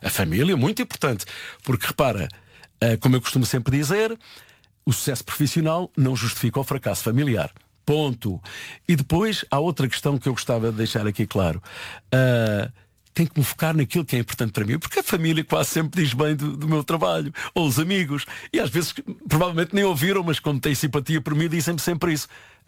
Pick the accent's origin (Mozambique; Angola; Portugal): Portugal; Santarém, Centro; born there; eu nasci em Santarém, trabalho em Lisboa